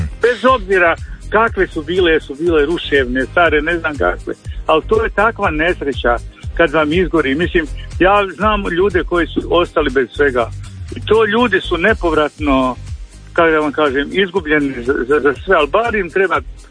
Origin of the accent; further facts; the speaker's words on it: Kostajnica, Sisak-Moslavina County, Croatia; Ma ja se sjećam, ja sam iz Kostanice, znam kak je bilo u Petrinji, sve to.